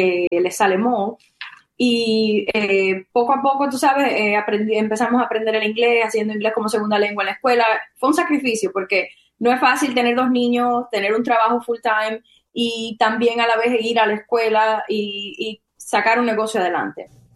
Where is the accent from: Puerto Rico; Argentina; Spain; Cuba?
Cuba; now in Kentucky, United States; Kentucky, en el estado prácticamente, y es donde yo trabajo, en el departamento de emergencias. Ahí me pueden ver, soy la única cubana que trabaja ahí como enfermera.